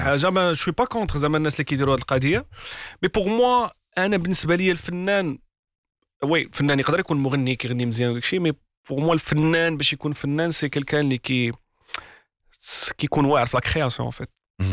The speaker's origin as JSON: {"language": "Arabic", "country": "Morocco", "said": "ما نساوش اننا احنا مغاربه وعندنا واحد الثقافه"}